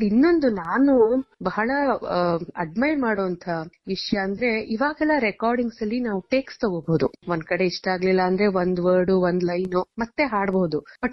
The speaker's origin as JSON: {"language": "Kannada", "town": "Mysuru", "region": "Karnataka", "country": "India", "said": "ನಿಮ್ಗೆಲ್ಲರಿಗೂ ಗೊತ್ತಿರೋ ಹಾಗೆ ನಾನು ಮೈಸೂರಿನವಳು."}